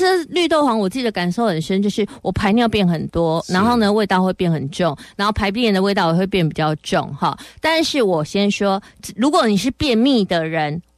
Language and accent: Chinese; Taiwan; 其实呢不是只有我们台湾人在吃